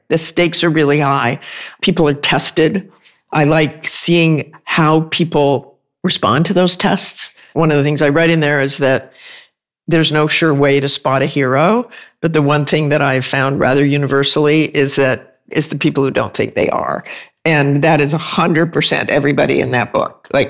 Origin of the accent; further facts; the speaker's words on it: Salt Lake City, Utah, United States; I was raised in Salt Lake City, and I did not have a father.